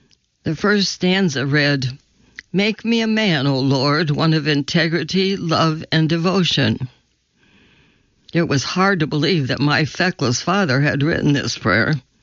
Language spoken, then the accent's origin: English; Nashville, Tennessee, United States; born there; I was born in Nashville, the younger of two kids.